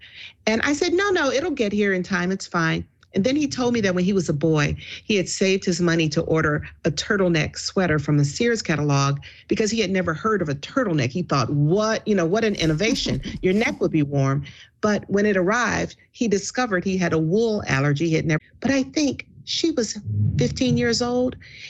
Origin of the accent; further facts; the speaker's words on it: the South, United States; as a Southerner